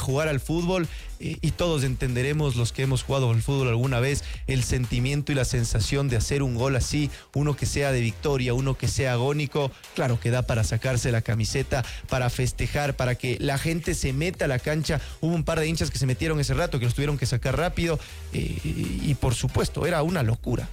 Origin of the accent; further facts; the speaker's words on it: Ecuador; Los más cercanos que somos los ecuatorianos